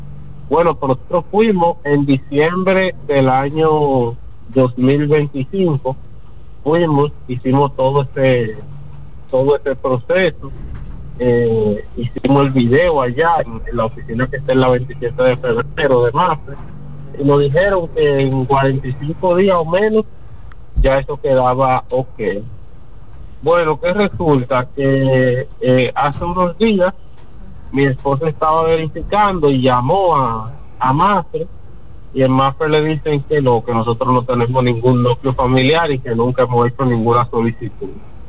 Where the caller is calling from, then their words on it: Villa Altagracia, San Cristóbal, Dominican Republic; de Villa Altagracia.